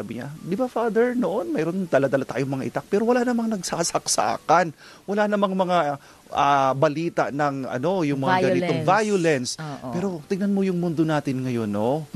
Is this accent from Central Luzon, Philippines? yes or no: no; Bicol Region, Philippines; I come from Sorsogon po.